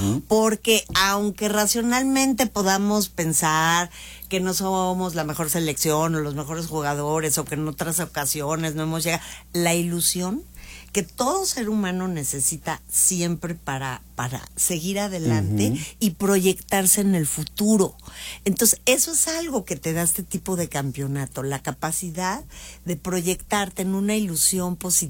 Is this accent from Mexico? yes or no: yes; Mexico; como somos los mexicanos